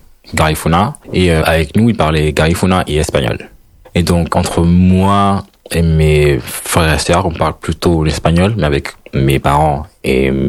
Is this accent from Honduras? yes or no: yes; Honduras; moved away as an adult; also born or lived in Guatemala / Uruguay / Greece / United Kingdom; now in France; Donc, la plupart de mon enfance, je l'ai fait en Sambocric, en Honduras. Et puis après, on a quitté l'Honduras.